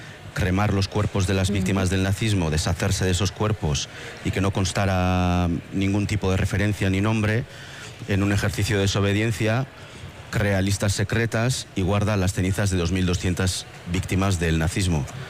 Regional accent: Guernica, Basque Country, Spain; Sí, bueno, yo soy de Guernica

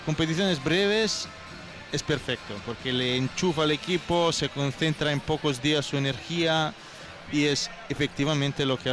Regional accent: Milan, Lombardy, Italy; now in Ochandiano, Spain; como buen italiano y como buen lombardo, porque en Galbiati compartimos la región, nosotros somos dos lombardos, él de Monza, más tirando a Monza, yo de Milán

